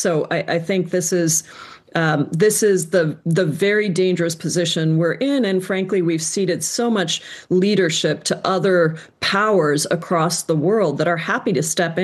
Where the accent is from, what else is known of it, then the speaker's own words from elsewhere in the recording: Washington, United States; Here in my home state of Washington, it's up around $7.